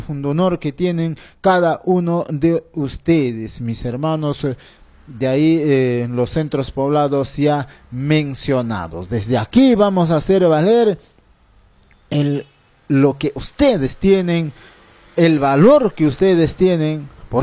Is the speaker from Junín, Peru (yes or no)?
yes; Tambillo, Junín, Peru; now in Pichanaki, Peru; mi tierra natal, Tambillo y el distrito. No, es un anexo, y como también el distrito de Ricrán